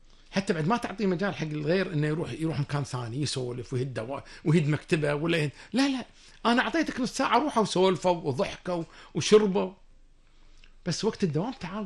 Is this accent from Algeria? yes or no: no; Kuwait; عندنا بالكويت